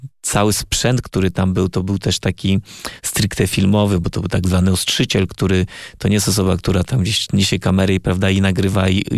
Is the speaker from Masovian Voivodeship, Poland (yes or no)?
yes; Iłów, Masovian Voivodeship, Poland; moved away; pochodzę z Iłowa